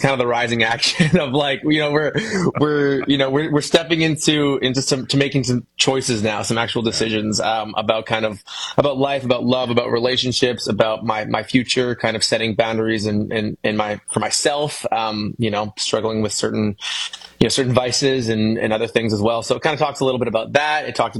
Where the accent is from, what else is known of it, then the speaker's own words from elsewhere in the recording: London, Ontario, Canada; my hometown, which is London, Ontario.